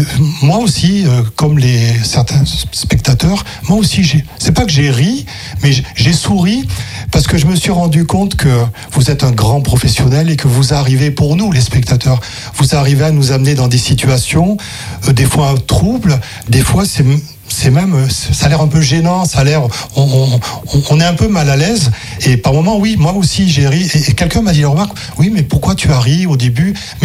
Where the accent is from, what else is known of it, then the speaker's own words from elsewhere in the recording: Cannes, Provence-Alpes-Côte d'Azur, France; j'ai grandi à Cannes